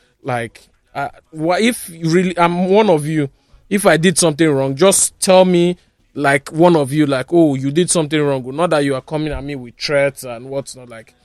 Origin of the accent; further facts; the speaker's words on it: Warri, Delta, Nigeria; growing up, I never really knew that I was Edo. … so I always, growing up in Wari, I thought that I was a Yoruba guy. My dad spoke Yoruba, my mom speaks Yoruba, so I used to think I was.